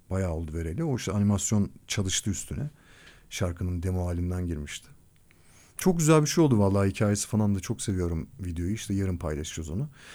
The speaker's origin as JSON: {"language": "Turkish", "town": "Kadıköy", "region": "Istanbul", "country": "Turkey", "said": "Daha Kadıköylüyüz ya, ben Kadıköylü rockçısıyım ama normal."}